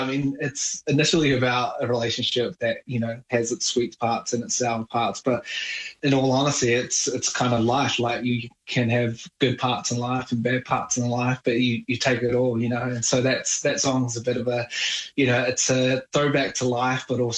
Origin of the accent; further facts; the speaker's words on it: New Zealand; my heritage being Samoan, you know, growing up in New Zealand